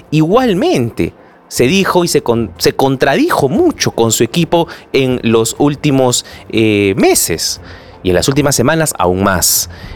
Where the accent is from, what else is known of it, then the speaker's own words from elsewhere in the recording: Peru; como peruanos, como ciudadanos, como electores